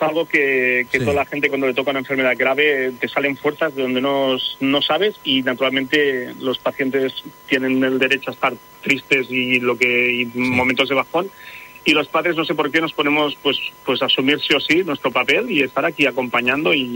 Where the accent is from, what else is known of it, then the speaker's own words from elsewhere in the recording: Catalonia, Spain; now in Barcelona, Spain; Pues otra vez viviendo en Barcelona, nosotros somos de La Garrocha, de la comarca ahí a lo alto de Cataluña